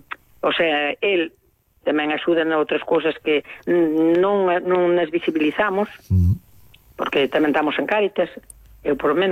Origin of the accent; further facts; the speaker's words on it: Corme, Galicia, Spain; eu acordo un pouco porque eu vim pa aquí, que eu son de Corme